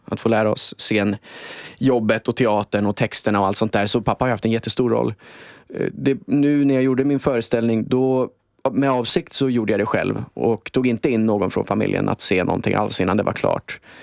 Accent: Finland; det är liksom första gången som någon har erkänt mig som svensk-finne.

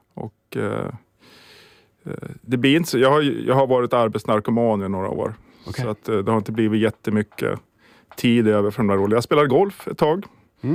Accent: Sala, Västmanland County, Sweden; also born or lived in Västerås; Jag är född och uppvuxen i Sala. Sen har jag bott i Västerås.

